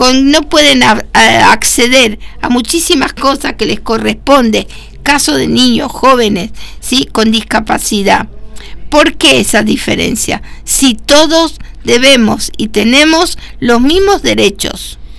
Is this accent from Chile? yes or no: no; Argentina; nosotros como argentinos